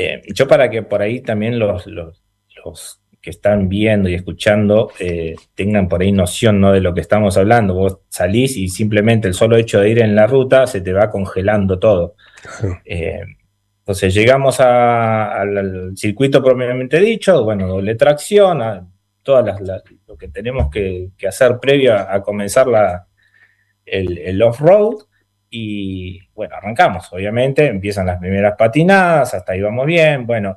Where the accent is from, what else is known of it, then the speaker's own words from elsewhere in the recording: Chaco, Argentina; soy del Chaco, que zona de mucho mate, también está muy, muy cerca de Corrientes